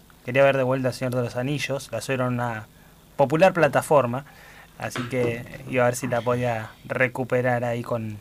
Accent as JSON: {"language": "Spanish", "country": "Argentina", "said": "cómo somos los argentinos"}